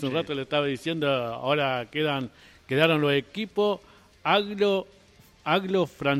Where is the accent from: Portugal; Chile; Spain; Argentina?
Argentina; Que pasamos nosotros, va, como argentinos.